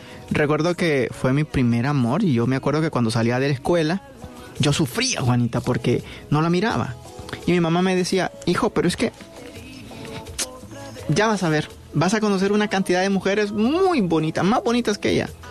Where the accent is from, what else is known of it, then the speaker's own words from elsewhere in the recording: Colón, Honduras; moved away; Tengo mucha familia que tenía medios de comunicación allá en el departamento de Colón, de donde yo vengo, en Honduras